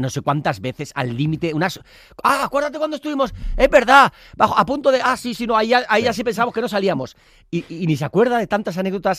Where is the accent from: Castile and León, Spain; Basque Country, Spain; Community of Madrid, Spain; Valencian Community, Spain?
Basque Country, Spain; San Sebastián